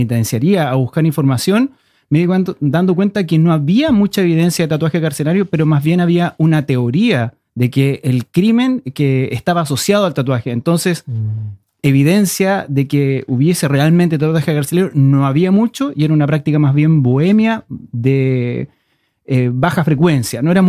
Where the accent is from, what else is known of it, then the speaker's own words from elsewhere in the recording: Chile; porque todos crecimos en Chile pensando que el tatuaje era una práctica